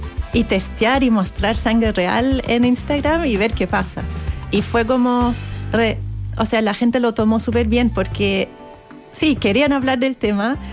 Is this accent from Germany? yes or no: yes; Germany; Spanish is a second language; now in Chile; Creo que ayuda que soy alemana, porque es como que ya, bueno, que siento a veces las chilenas son un poco pureosas